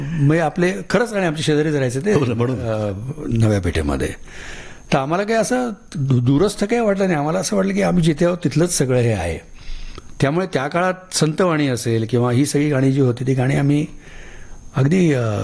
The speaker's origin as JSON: {"language": "Marathi", "town": "Pune", "region": "Maharashtra", "country": "India", "tie": "born or raised there", "said": "मी ज्या काळात पुण्यामध्ये वाढलो"}